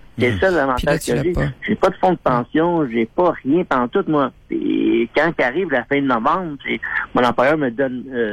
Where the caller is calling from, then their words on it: Longueuil, Quebec, Canada; m'en retourne vivre chez nous à Longueuil.